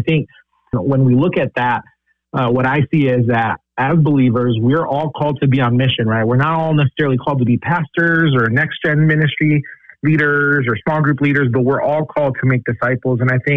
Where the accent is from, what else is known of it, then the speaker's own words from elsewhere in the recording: Racine, Wisconsin, United States; moved away as an adult; also born or lived in Illinois / Northern Virginia; now in Iowa, United States; I'm a native of Wisconsin, so I grew up in Racine, Wisconsin most of my life.